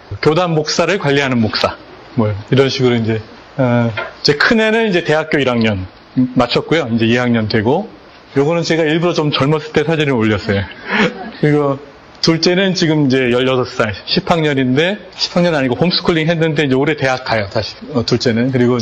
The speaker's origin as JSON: {"language": "Korean", "country": "South Korea", "tie": "born or raised there", "moved": "yes", "lives_now": "United States", "said": "제 아내는 여기서 자랐어요. 미국에서. 저는 한국에서 자랐고."}